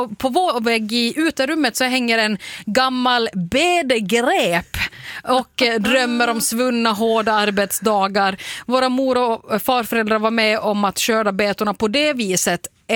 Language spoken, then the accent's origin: Swedish; Finland; Ja, hörni, ni får fundera om vi har någon sån betsång i hemma i Finland, bebönderna.